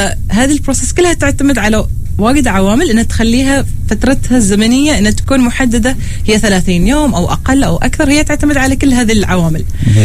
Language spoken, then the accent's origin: Arabic; Oman; نحن عندنا في عمان